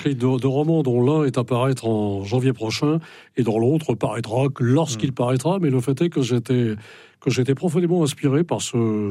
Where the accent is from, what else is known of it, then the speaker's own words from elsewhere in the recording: Brittany, France; Quand on est breton, quand on aime la Bretagne, c'est une poésie permanente comme ça qu'on a au cœur, qu'on a dans le sang, et on ne peut pas s'empêcher d'être hanté par la Bretagne lorsqu'on est breton